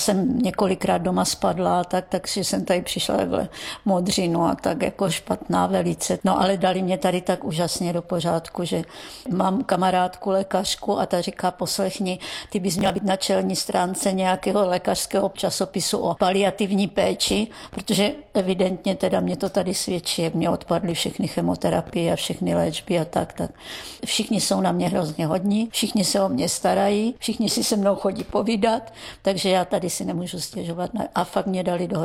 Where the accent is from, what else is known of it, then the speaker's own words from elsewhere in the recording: Olomouc, Olomouc Region, Czechia; já jsem z Olomouce